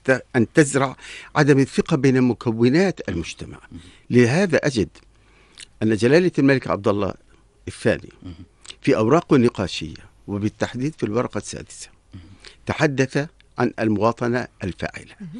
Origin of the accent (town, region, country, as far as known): Jordan